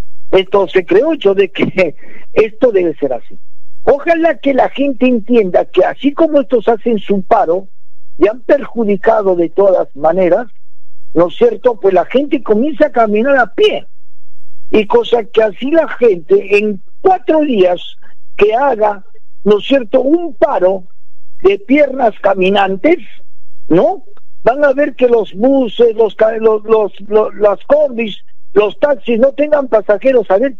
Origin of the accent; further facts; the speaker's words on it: Peru; todos los peruanos